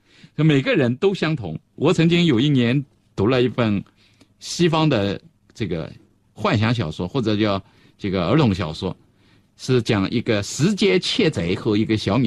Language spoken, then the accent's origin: Chinese; China; 我们中国人